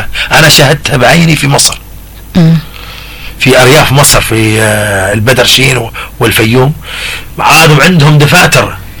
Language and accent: Arabic; Mukalla, Hadhramaut, Yemen; لكن عندنا في المكلا ماشي